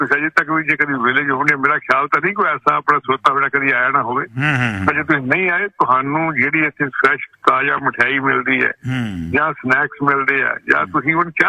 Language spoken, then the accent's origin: Punjabi; Amritsar, Punjab, India; ਪਰ ਅਸੀਂ ਅੰਮ੍ਰਿਤਸਰ ਦੇ ਰਹਿਣ ਵਾਲੇ